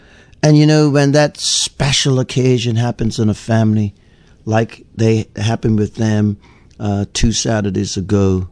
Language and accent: English; Somerset Bridge, Sandys Parish, Bermuda; in my community where I grew up there in Somerset Bridge